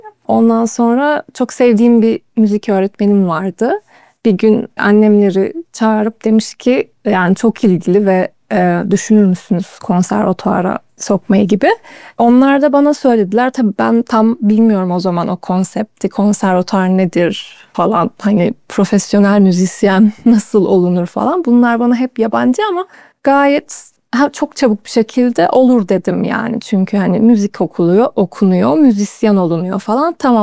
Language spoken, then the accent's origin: Turkish; Ankara, Turkey; Ankaralıyım ben. Ankara'da ilkokula giderken zaten aklım hep yani müzikle çok ilgileniyordum.